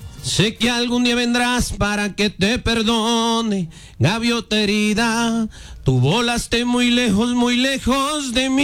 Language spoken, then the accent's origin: Spanish; Bogotá, Colombia; moved away as an adult; also born or lived in Villavicencio; Yo soy bogotano. Bogotá. Gracias a Dios, aquí Villavicencio y todo el Meta me abrió las puertas